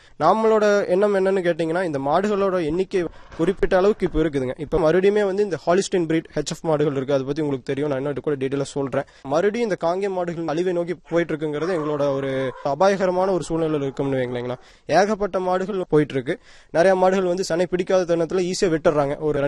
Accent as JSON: {"language": "Tamil", "town": "Mulanur", "region": "Tamil Nadu", "country": "India", "tie": "born or raised there", "said": "ஆனால் நான் வந்து குழந்தையிலிருந்தே எங்கள் சொந்த ஊர் மூலனூர். ஆனால் நான் வந்து எங்கள் தாத்தா வீட்டில் தான் வளர்ந்தேன்."}